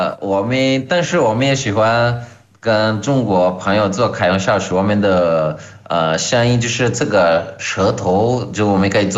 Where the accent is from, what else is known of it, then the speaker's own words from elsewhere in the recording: Brazil; Chinese is a second language; 我们巴西人是比较热情，比较太多，太热情了。